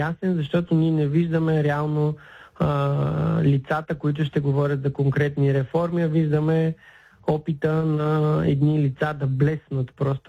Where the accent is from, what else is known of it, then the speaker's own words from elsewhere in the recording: Varna, Varna Province, Bulgaria; аз самия съм от Варна